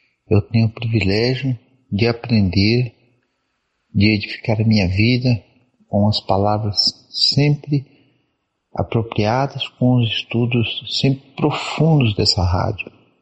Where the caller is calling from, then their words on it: São Paulo, Brazil; sou do interior de São Paulo